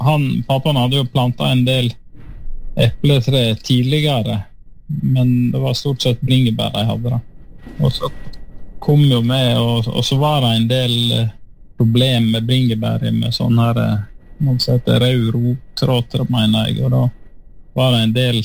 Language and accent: Norwegian; Leikanger, Vestland, Norway; also born or lived in Bergen; now in Skjolden, Norway; Kona med …, og jeg er fra Leikanger, da.